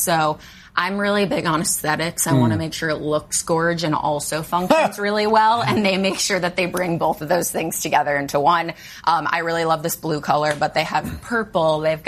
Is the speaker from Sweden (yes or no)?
no; Midwest, United States; moved away; if you're in the Midwest, my hometown.